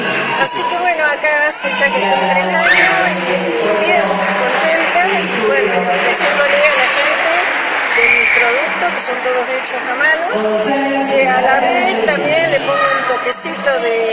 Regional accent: Puerto Deseado, Santa Cruz, Argentina; De acá de Deseado, soy de Deseado

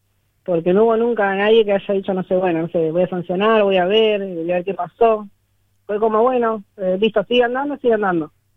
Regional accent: Buenos Aires, Argentina; nosotros somos de Buenos Aires

